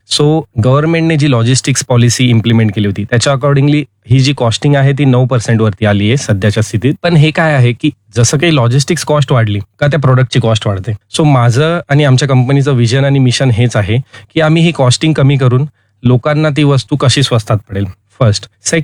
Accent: Nashik, Maharashtra, India; आम्ही स्वतः नाशिककर म्हणून आम्ही खूप प्राऊडली हा बिझनेस करतोय

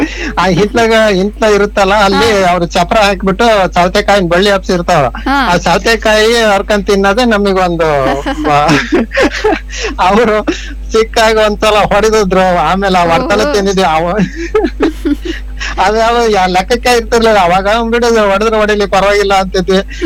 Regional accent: Rameshwara, Karnataka, India; ರಾಮೇಶ್ವರ ಅಂತೇಳಿ ನಮ್ಮ ಹತ್ರ ರಾಮೇಶ್ವರ ನಮ್ಮ ಊರು

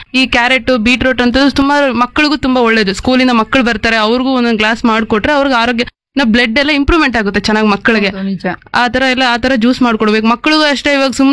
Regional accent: Kolar Gold Fields, Karnataka, India; ನಾನು ಕೆಜಿಎಫ್ ಗ್ರಾಮಾಂತರ ಕಡೆಯಿಂದ ಬಂದಿದ್ದೀನಿ.

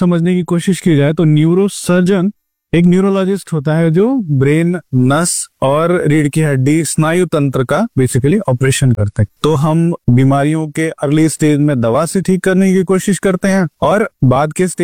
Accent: Varanasi, Uttar Pradesh, India; moved away as an adult; now in Gorakhpur, India; मैं बेसिकली बनारस का रहने वाला हूँ

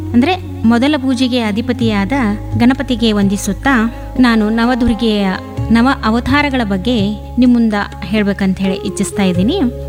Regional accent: Jamkhandi, Karnataka, India; ನಾನು ಗೃಹಿಣಿ. ನನ್ನ ಶಿಕ್ಷಣ BA/BEd MA ಆಗಿದೆ. ನಾ ಹುಟ್ಟಿ ಬೆಳೆದಿದ್ದು ಜಮಖಂಡಿಯಲ್ಲಿ, ಅಂದರೆ ನಮ್ಮ ತಾಯಿಯ ಅಣ್ಣನಾದ ಸಿದ್ದರಾಮ್ ಜಂಬಿಗಿಯವರ ಮನೆಯಲ್ಲಿನೇ ನಾ ಹುಟ್ಟಿ ಬೆಳೆದಿದ್ದು.

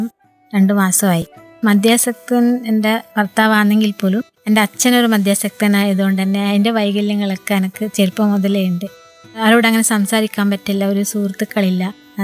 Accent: Karnataka, India; now in Kerala, India; ഞാൻ ജനിച്ചു വളർന്നത് കർണാടകയിലാണ്. അപ്പം അവിടെ ഇങ്ങനെ പ്രശ്നങ്ങളുള്ളത് കൊണ്ട് തന്നെ എൻ്റെ അമ്മേൻ്റെ ഫാമിലീസൊക്കെ ഇവിടെ കേരളത്തിലാണ്.

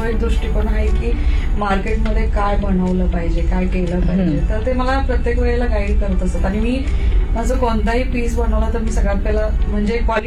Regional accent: Kolhapur, Maharashtra, India; now in Mumbai, India; मी कोल्हापूरची आहे

